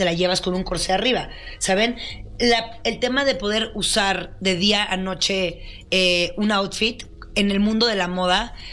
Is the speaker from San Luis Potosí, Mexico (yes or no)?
yes; San Luis Potosí, Mexico; also born or lived in London; now in Mexico City, Mexico; cuando yo llegué aquí a México en 2009, a la ciudad, porque yo soy de San Luis Potosí, y después me fui a estudiar a Londres